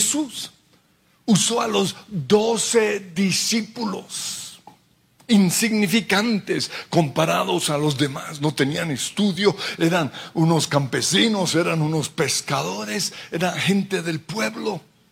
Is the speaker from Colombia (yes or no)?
yes; Colombia; Y nosotros como colombianos nos preguntamos, pero ¿qué es Colombia ante las otras naciones del mundo?